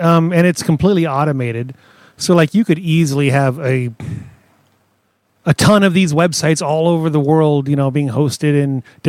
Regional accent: Washington, United States; And growing up in Washington, you're surrounded by trees and mountain ranges. Like, you don't ever get to see the horizon in Washington State because you're in a hill or a valley

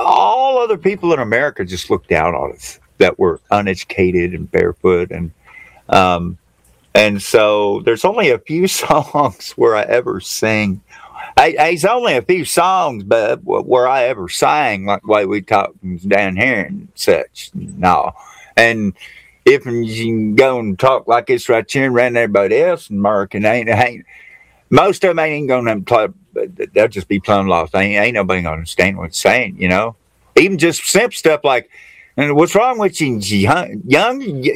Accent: Appalachia, United States; I'm growing up in Appalachia, hillbilly country, poorest part of the nation

